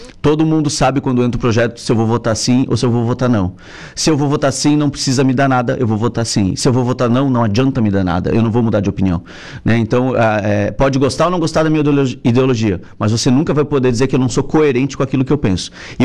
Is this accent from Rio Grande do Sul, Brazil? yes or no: no; Joinville, Santa Catarina, Brazil; Eu sou de Joinville